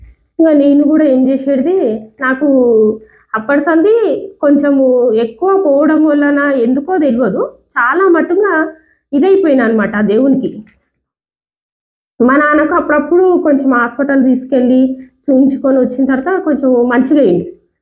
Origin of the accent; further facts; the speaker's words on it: Karnataka, India; అంటే మాది కర్ణాటక అని చెప్పిన నేను.